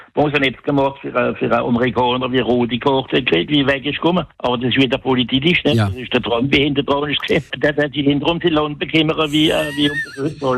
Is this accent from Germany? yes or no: no; Egypt; Ich bin Ägypter.